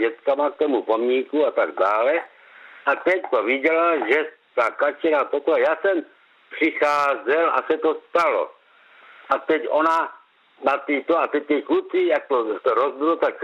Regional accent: Krnov, Moravian-Silesian Region, Czechia; Já jsem rodák z Krnova

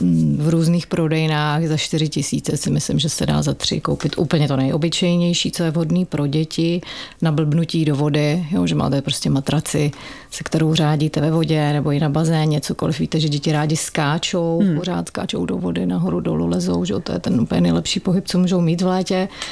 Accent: Bohemia, Czechia; my žijeme tady v Čechách, že vyrostli jsme tady v Čechách, máme tady 4roční období, máme tady úplně jiné podmínky, máme tady chvíli teplo, chvíli zimu

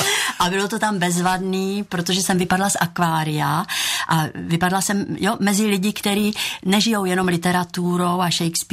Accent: Ostrava, Moravian-Silesian Region, Czechia; born there; moved away

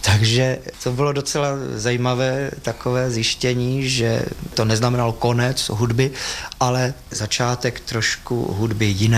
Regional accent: Bohemia, Czechia; jsme tedy přešli Češi, protože tam jsme byli Češi a Moraváci. Takže Moraváci šli do Olomouce a Češi jsme šli do Prahy.

